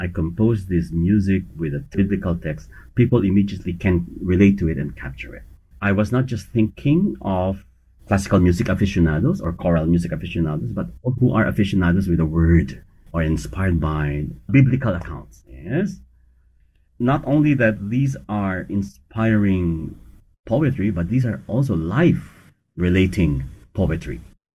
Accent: Cordillera Administrative Region, Philippines; as a person growing up in the Ifugao province, I tend to celebrate my ethnicity and the other neighboring non-Western people group and language group.

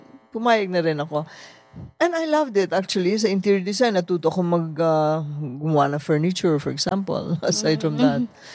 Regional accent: Davao City, Davao Region, Philippines; moved away as an adult; Kasi taga Davao talaga kami.

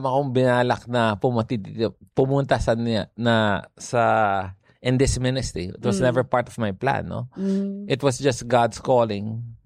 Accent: San Pablo, Laguna, Philippines; Laking ano ko, Laguna. Tagalog ako, taga San Pablo, Laguna.

